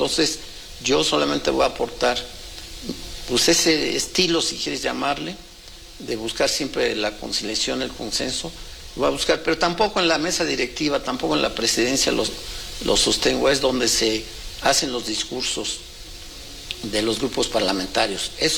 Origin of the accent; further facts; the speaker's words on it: State of Mexico, Mexico; Yo, como soy del Valle de México, del altiplano, del centro, en particular del Estado de México, a lo mejor nunca en nuestra región No.